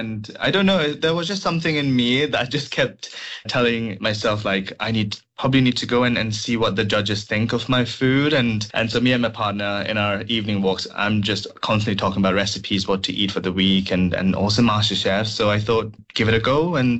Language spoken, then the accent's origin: English; Dharan, Koshi Province, Nepal; infamous from where I am, my hometown Dharan